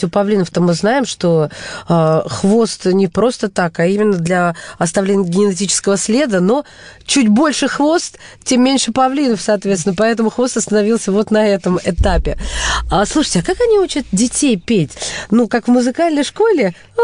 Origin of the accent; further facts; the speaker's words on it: Kursk, Kursk Oblast, Russia; Я родом из Соловьиного края, я родом из Курска.